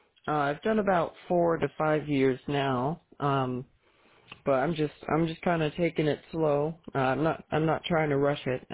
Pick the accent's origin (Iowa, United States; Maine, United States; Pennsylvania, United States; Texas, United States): Iowa, United States; Iowa is my home state, and I'm planning to stay in Iowa because I really like the soil here